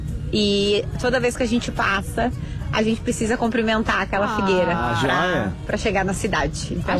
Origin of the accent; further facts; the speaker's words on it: Taquari, Rio Grande do Sul, Brazil; chegando na minha cidade natal, Taquari, aqui também no Rio Grande do Sul